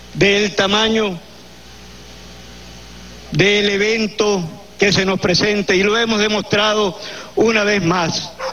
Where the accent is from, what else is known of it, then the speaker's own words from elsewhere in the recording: Venezuela; como un miembro más, como un venezolano, que no se canse de repetir que el pueblo venezolano tiene lo mejor del mundo